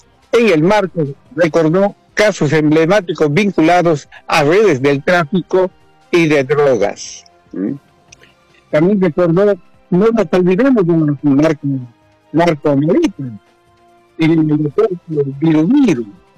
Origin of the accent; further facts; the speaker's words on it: Bolivia; moved away as an adult; now in United States; yo no me he naturalizado, sigo siendo boliviano. Tampoco he votado durante 44 años que viven aquí, ni en nuestro país.